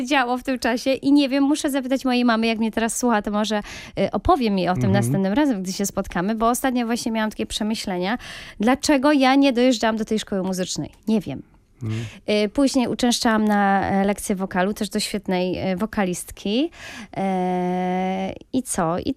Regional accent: Poniatowa, Lublin Voivodeship, Poland; Miałam 7 lat, to zaczęłam uczęszczać do takiego chóru z mojego rodzinnego miasta z Poniatowej.

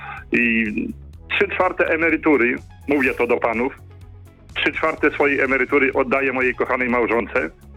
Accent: Masovian Voivodeship, Poland; moved away; Posiadam w mojej rodzinnej wiosce nad Narwią koło Pułtuska

